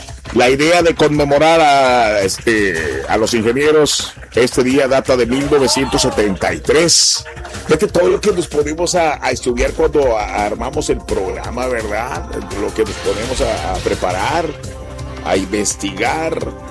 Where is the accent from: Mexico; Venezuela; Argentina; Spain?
Mexico